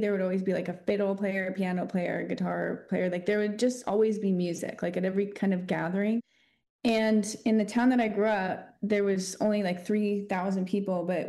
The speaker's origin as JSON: {"language": "English", "country": "Canada", "moved": "as an adult", "lives_now": "Los Angeles, United States", "said": "I'm a Canadian living in LA. I have a band called … we just released our first record. I moved to LA about 8 years ago."}